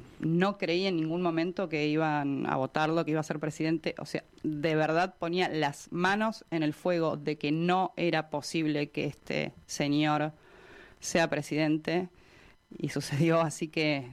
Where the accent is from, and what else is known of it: Argentina